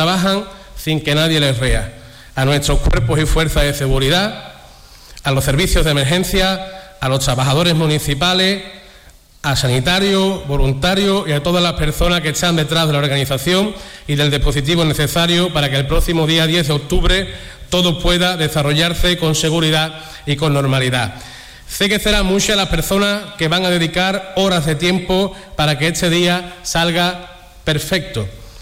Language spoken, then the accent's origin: Spanish; Arcos de la Frontera, Andalusia, Spain